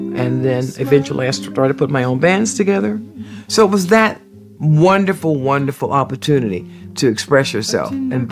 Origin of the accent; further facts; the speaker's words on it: Miami, Florida, United States; born there; I was born in Miami, Florida. The family life was really centered around church, the community.